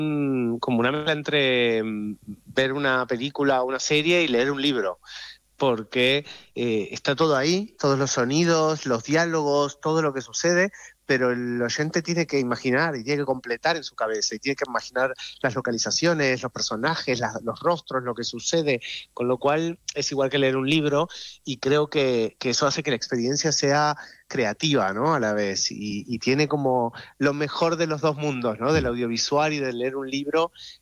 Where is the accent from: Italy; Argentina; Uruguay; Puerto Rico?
Argentina; accent: Argentine; Todas las pequeñas partes de la serie las he tenido que hacer con mi acento argentino, pobrecitos